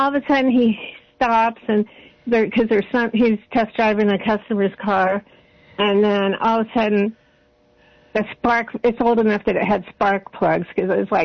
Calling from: Felton, California, United States; I'm from Felton.

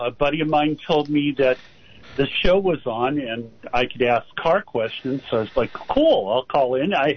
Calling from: Santa Cruz, California, United States; from over in Santa Cruz.

